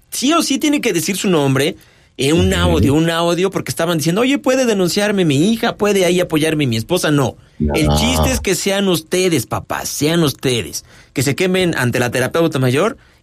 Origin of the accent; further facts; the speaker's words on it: Mexico; sí me siento muy mexicano.